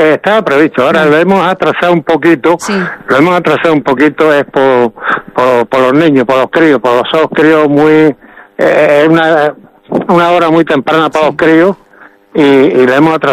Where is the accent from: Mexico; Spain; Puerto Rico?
Spain; Melilla; Mira, yo nací en Andalucía, sí. Me casé en Valencia y residía en la calle Castilla.